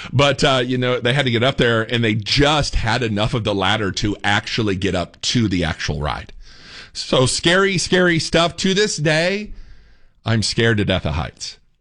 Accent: Indiana, United States; I grew up in Northeast Indiana.

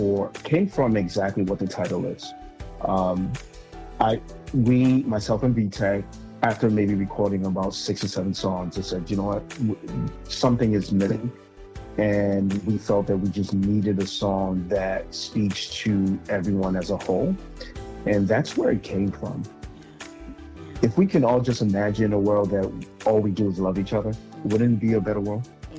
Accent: Nigeria; I'm originally from Nigeria, and I was back home working on a project

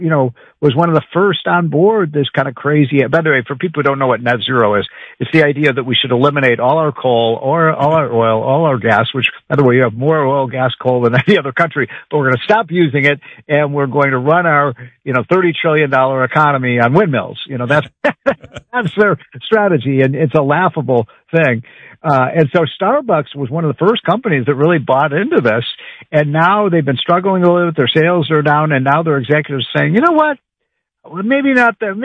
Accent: Illinois, United States; California, my home state of Illinois, Connecticut, Massachusetts

